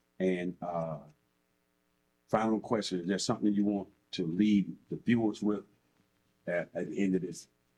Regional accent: Birmingham, Alabama, United States; I was born in the University Hospital, grew up over there in that area as a child, and then we moved to the projects. I grew up poor

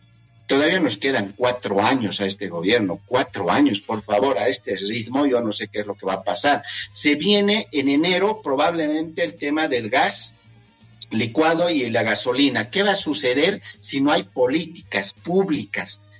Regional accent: Bolivia; lo vamos a tener que poner el hombro los bolivianos

